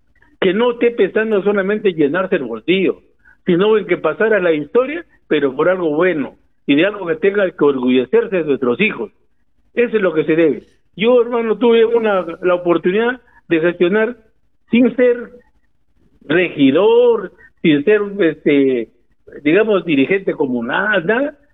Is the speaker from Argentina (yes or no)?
no; Olmos, Lambayeque, Peru; Falta patriotismo de la patria chica que es nuestro Olmos.